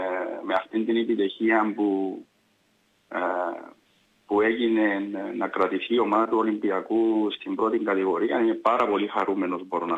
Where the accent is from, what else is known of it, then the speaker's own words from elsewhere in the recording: Cyprus; η Ανάγια είναι και το χωριό μου, το οποίο μεγάλωσα.